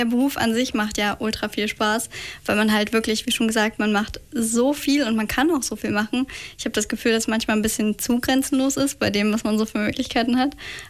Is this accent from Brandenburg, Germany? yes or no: yes; Lauchhammer, Brandenburg, Germany; born there; also born or lived in Senftenberg / Hamm / Thuringia; Also zugezogen bin ich aus Senftenberg, aber ich habe nicht immer in Senftenberg gelebt. Geboren wurde ich in Lauchhammer, aber ich habe auch schon im Westen Deutschlands gelebt, in Hamm und auch schon in Thüringen.